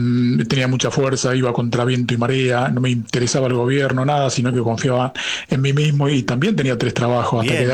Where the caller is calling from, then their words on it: La Matanza, Buenos Aires Province, Argentina; de la Matanza.